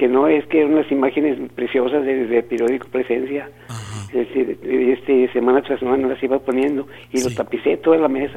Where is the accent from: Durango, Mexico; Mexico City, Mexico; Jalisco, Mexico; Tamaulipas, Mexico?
Durango, Mexico; San Marcos; born there; Yo nací en Durango, en San Marcos, Durango.